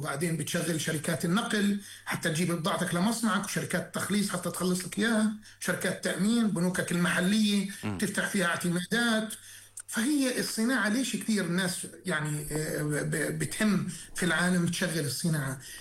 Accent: Jordan; احنا اولى في بلدنا الأردن

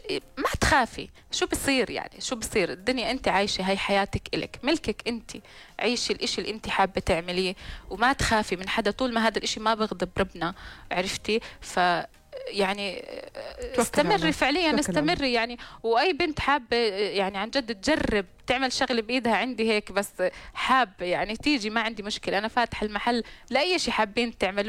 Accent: Irbid, Irbid Governorate, Jordan; moved away; لانه انا من اربد اصلا واهل اربد بقول احنا اولى فيك يعني انت بنتنا ولازم تفتحي عنا.

